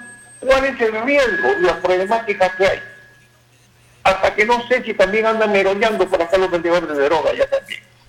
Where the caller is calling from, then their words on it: Peru; Acá, Los Pinos